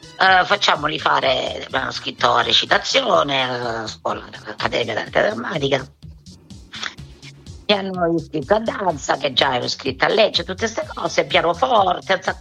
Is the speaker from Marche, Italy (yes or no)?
no; Galatina, Apulia, Italy; born there; moved away; io sono nata a Galatina, provincia di Lecce, un paesino, una cittadina molto bella, e nel sud.